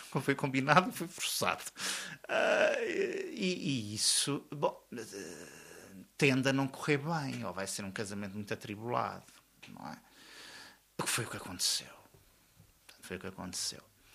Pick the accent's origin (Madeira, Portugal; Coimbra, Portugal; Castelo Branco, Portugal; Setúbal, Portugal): Castelo Branco, Portugal; Foi um orgulho ter servido a minha aldeia, das minhas origens mesmo